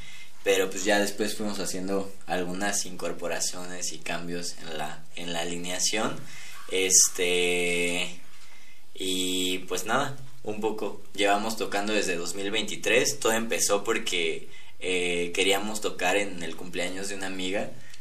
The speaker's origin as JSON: {"language": "Spanish", "town": "Morelia", "region": "Michoacán", "country": "Mexico", "tie": "born or raised there", "said": "es una banda de rock que somos de aquí, de Morelia."}